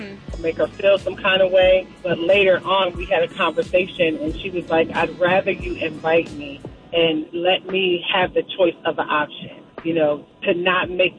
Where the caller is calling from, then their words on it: Kennesaw, Georgia, United States; I'm checking in from Kennesaw.